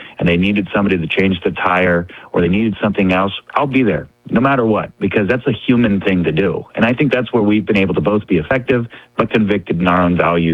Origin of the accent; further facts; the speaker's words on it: Sacramento, California, United States; I'm originally from Sacramento.